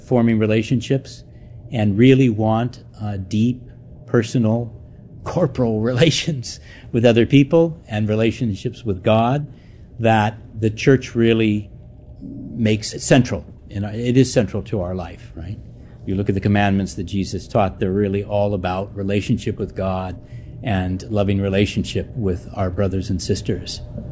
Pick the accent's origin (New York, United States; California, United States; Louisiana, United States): California, United States; Sacramento; I grew up in Sacramento, and … had all kinds of. We had family members also living in Sacramento, where I grew up.